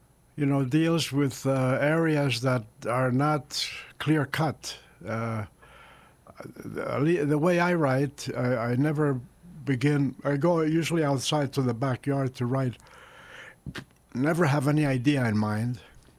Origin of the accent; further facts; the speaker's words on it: Elizabeth, New Jersey, United States; also born or lived in Spain; I was born in Spain, and right after the Spanish Civil War, and my mother's brothers and sister helped us come across to America in 1949. So my first taste of America was Elizabeth, New Jersey, 15 miles outside of New York, and where I went to elementary school